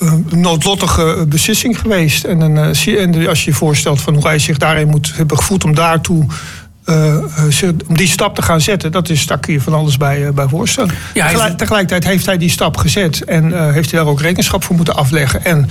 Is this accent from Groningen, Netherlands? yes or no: yes; Stadskanaal, Groningen, Netherlands; born or raised there; moved away; also born or lived in Rotterdam